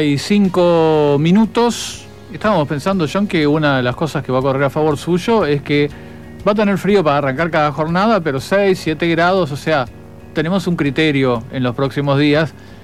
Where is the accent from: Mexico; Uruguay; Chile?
Uruguay